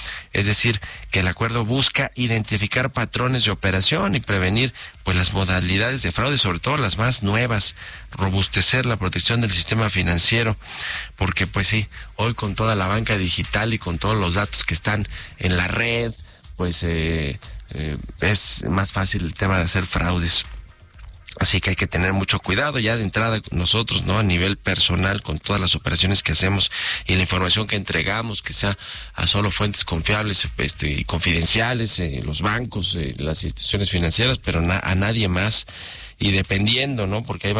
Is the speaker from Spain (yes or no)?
no; Mexico